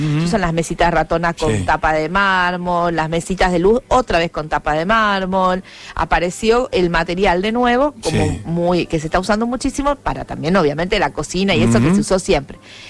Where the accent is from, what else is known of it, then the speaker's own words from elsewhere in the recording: Piamonte, Santa Fe, Argentina; moved away as an adult; now in Rosario, Argentina; No, vine a estudiar a los 18 años a Rosario, como viste, hacemos muchos, y me quedé. Yo soy de un pueblo de la provincia de Santa Fe que se llama Piamonte, y de 3.000 habitantes, y me enamoré de Rosario. Para mí yo soy rosarina.